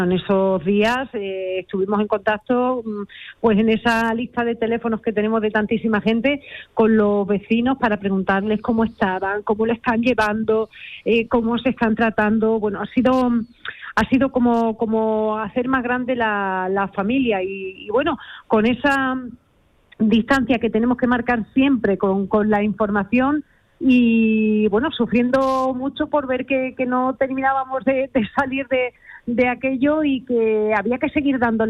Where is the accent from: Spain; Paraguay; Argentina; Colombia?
Spain; Ubrique, Andalusia; tengo el corazón dividido entre mi pueblo, entre Ubrique y Grazalema